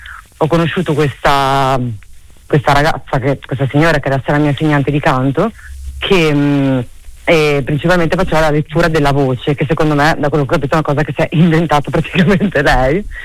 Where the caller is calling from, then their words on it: Bologna, Emilia-Romagna, Italy; Sono da Bologna, vi chiamo da Bologna io.